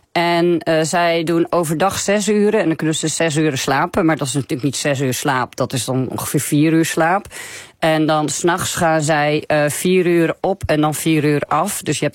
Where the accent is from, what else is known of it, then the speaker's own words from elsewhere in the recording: Netherlands; Omdat ik als Nederlander vrij direct ben.